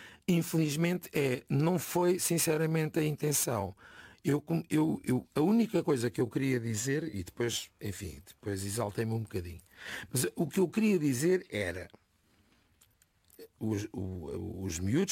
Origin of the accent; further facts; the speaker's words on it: Setúbal, Portugal; Não gostava de deixar esta vida sem presidir à Câmara Municipal de Setúbal, que é a minha terra.